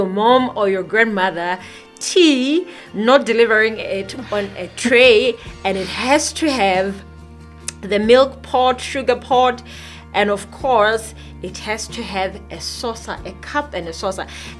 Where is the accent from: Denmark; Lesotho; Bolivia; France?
Lesotho; Malealea; I'm a girl from Malealea